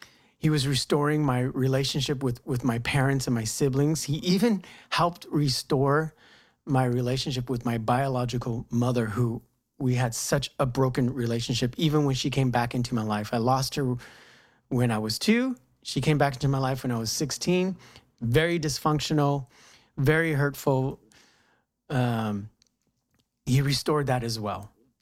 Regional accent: United States; I'm Mexican American. I can speak a little bit of Spanish.

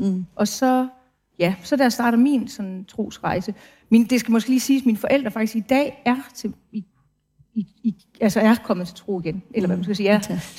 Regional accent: Brønderslev, North Denmark Region, Denmark; Altså, det hedder Brønderslev, der hvor jeg er fra.

